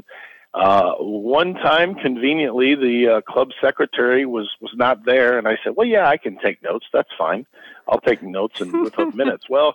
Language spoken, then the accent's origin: English; Mascoutah, Illinois, United States; So Muskoden is my hometown. I moved all the way to Shiloh, 10 miles away, when I got married and graduated from college. In 2006, I came back to Muskoden for work